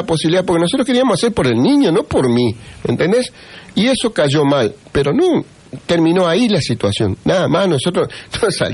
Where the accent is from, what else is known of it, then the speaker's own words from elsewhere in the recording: Vera, Santa Fe, Argentina; yo me crié en una familia en Vera, porque yo soy de Vera